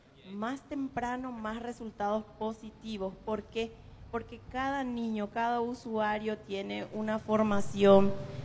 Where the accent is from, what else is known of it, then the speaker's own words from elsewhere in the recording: Caaguazú, Paraguay; yo estoy muy orgullosa de la ciudad de Caaguazú. Yo soy parte de Caaguazú, nací, vivo aquí